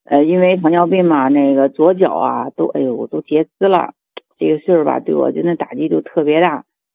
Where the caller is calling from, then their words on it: Zhengzhou, Henan, China; 我是那个河南郑州的。